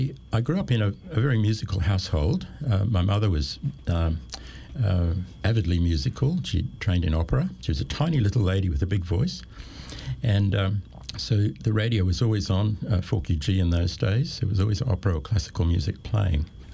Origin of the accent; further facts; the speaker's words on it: Landsborough, Queensland, Australia; now in Brisbane, Australia; I grew up on the Sunshine Coast at Landsborough, went to Caloundra High, and then came to Brisbane in 1971.